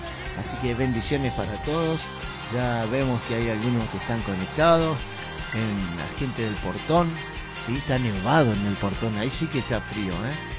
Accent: Neuquén, Argentina; yo soy nacido y criado acá en Neuquén Capital

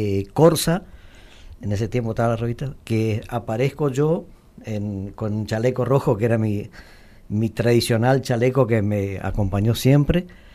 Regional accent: Oberá, Misiones, Argentina; yo nací en Oberá

